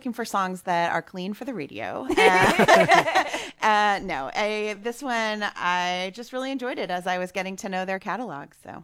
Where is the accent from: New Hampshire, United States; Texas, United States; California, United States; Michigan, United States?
Texas, United States; Austin; I grew up in Austin and there's kind of this blasé attitude about music, and that's cool.